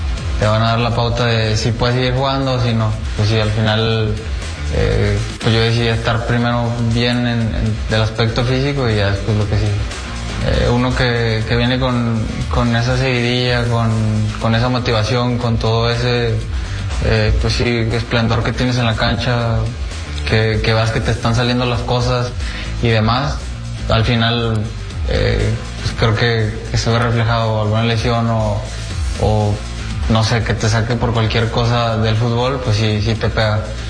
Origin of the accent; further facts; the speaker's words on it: Mexico; somos todos, al final de cuentas, somos mexicanos, somos un país que está muy unido